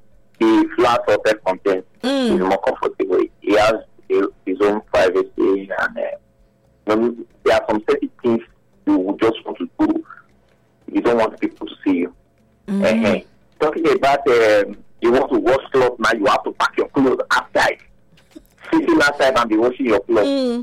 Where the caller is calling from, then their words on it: Nigeria; I'm calling from Mangoros.